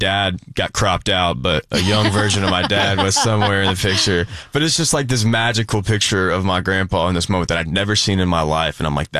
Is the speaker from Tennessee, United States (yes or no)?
yes; Nashville, Tennessee, United States; also born or lived in Chattanooga, Tennessee; I was born in Chattanooga. And then when I was about five, dad kind of planted and brought the family up to Nashville